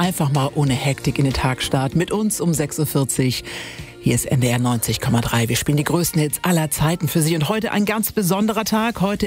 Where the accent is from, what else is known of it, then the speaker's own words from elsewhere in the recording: Hamburg, Germany; Und da kann man als Hamburger auch mal hingehen und Flagge zeigen, finde ich zumindest.